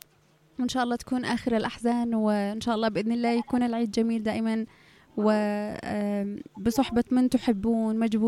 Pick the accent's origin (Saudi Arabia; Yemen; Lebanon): Yemen; في بلادنا، يعني عندنا في اليمن